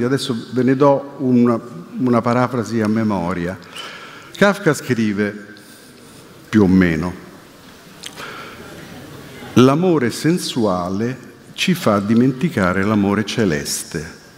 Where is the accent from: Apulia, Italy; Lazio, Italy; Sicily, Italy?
Lazio, Italy; Rome; Io che sono nato e vissuto a Roma e ho a lungo insegnato in istituti tecnici di periferia e poi per quasi 30 anni in carcere, so cosa sono i coatti romani.